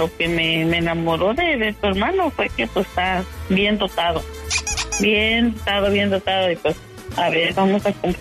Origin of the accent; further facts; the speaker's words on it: Veracruz, Mexico; Yo soy jarocha, yo soy de tierra caliente, soy fogosa.